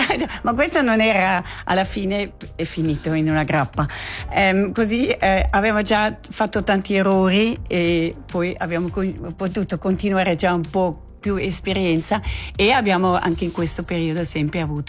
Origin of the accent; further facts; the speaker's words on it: Zurich, Switzerland; io sono nata e cresciuta a Zurigo, proprio centro città.